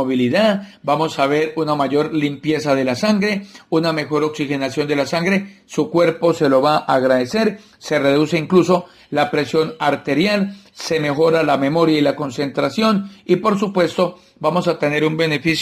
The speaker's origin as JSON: {"language": "Spanish", "country": "Colombia"}